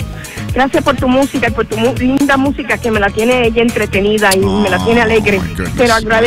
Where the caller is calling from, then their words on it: Miami Gardens, Florida, United States; De Miami Gardens